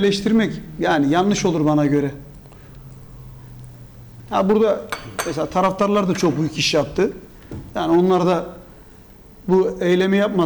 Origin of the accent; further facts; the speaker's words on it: Mersin, Turkey; Ya hocam ben buralıyım.